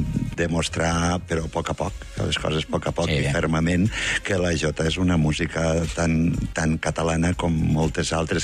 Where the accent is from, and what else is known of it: Tortosa, Catalonia, Spain; born there